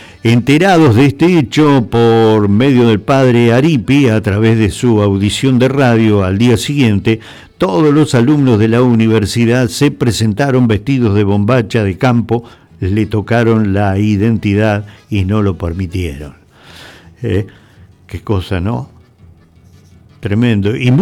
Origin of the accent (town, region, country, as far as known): Argentina